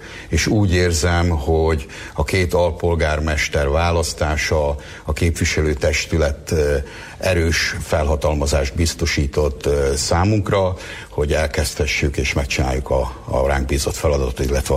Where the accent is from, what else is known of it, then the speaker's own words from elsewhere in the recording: Hungary; ismerem a várost, itt születtem, itt éltem az egész életemet, itt folytatok vállalkozói tevékenységet, 2000 óta vagyok vállalkozó, itt élem a mindennapjaimat